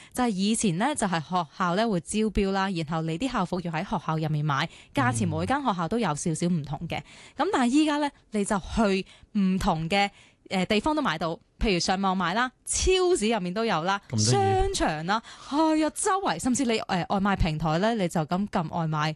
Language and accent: Cantonese; Shenzhen, Guangdong, China; born there; moved away; 我以前深圳读书嘅小学嘅时候